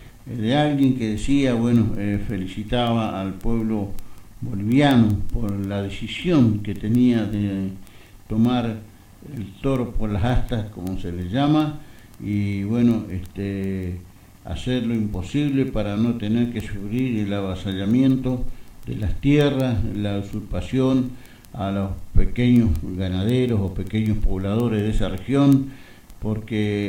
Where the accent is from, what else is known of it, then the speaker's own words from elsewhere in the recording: Argentina; somos nosotros, los argentinos.